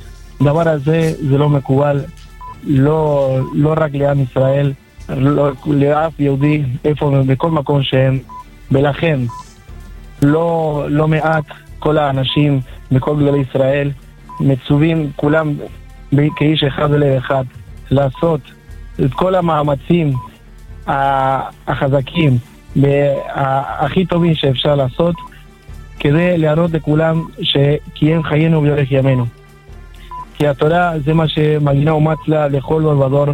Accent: Argentina; now in Israel; אני עליתי מארגנטינה, אז בוא נראה איך להיות.

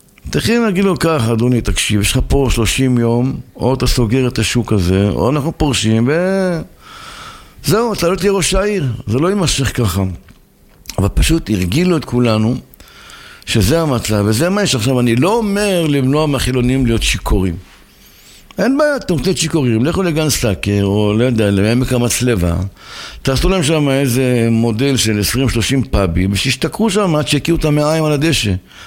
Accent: Jerusalem, Jerusalem District, Israel; moved away; זכיתי להיוולד בירושלים, בשכונת הבוחרים, וגדלתי בשכונת שמונה נביא, ואני ירושלמי נטוע, אבל היום אני לא ירושלמי.

